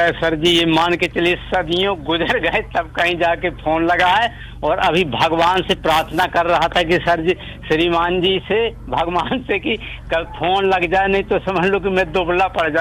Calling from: Satna district, Madhya Pradesh, India; ग्राम कल्पा जिला सतना से हिंदुस्तानी कलाकार … ईडन गार्डन अशोक वाटिका से बोल रहा हूँ

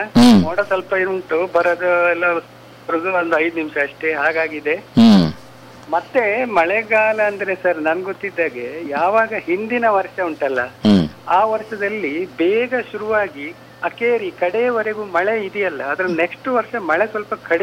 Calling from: Karnataka, India; ಈಗ ನೋಡಿ ಇಲ್ಲಿ ಕರಾವಳಿಯಲ್ಲಿ ಜಾಸ್ತಿ ಇತ್ತದು

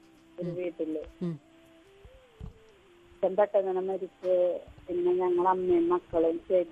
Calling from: Kazhimbram, Kerala, India; Edamuttam beach കഴിമ്പ്രോ.

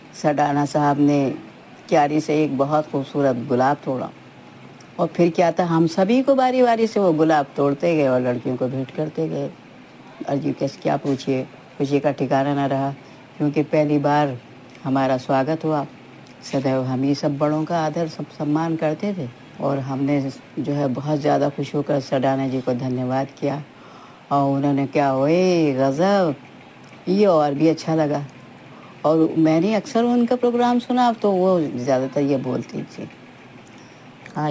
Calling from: Bijnor district, Uttar Pradesh, India; मैं ग्राम पुरैनी की निवासी हूँ।

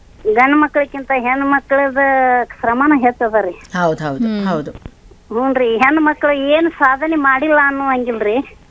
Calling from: Jamkhandi, Karnataka, India; ನಾವು ಜಮಖಂಡ್ ತಾಲೂಕು

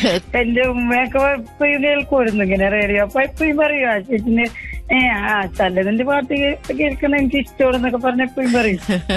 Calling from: Kochi, Kerala, India; എന്റെ ഇപ്പൊ ഫോർട്ട് കൊച്ചി പട്ടാളത്താണ് ഞാൻ താമസിക്കുന്നത്.

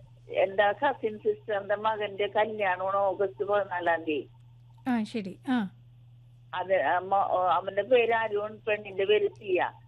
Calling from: Gothuruthu, Kerala, India; സ്ഥലം? ഗോതിരത്ത് എന്ന് പറയും.

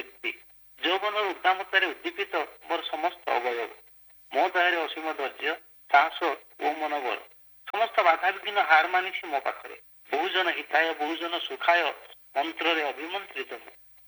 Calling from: Basudevpur, Odisha, India; ମୁଁ ବାସୁଦେବପୁର ଭଦ୍ରକରୁ

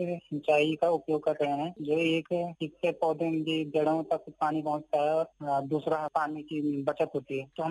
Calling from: Dehradun, Uttarakhand, India; मैं यही देहरादून से हूँ।

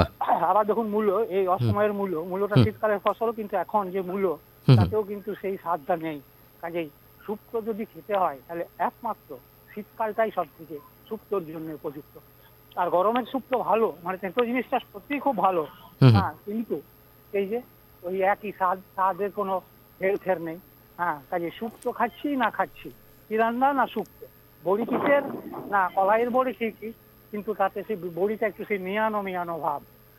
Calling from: Dubrajpur, West Bengal, India; আমি পশ্চিমবঙ্গের বীরভূম জেলার দুবরাজপুর থেকে

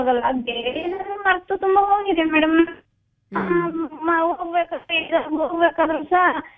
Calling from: Madikeri, Karnataka, India; ಮಾತಾಡ್ತಾ ಇದ್ದೀನಿ ಮೇಡಮ್, ಮಡಿಕೇರಿಯಿಂದ.

